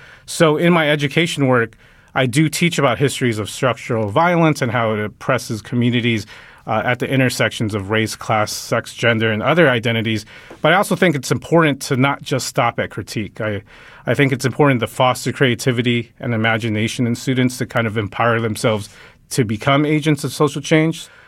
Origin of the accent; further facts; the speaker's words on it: Los Angeles, California, United States; moved away as an adult; now in Chicago, United States; I'm originally from Los Angeles. After finishing my PhD in communication at the University of Southern California, I came here to Chicago.